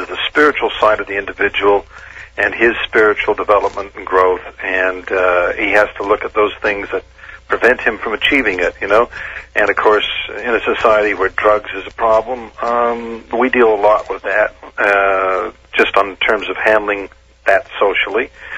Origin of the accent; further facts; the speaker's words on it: Utah, United States; And I grew up out in Utah originally, so I saw the Mormons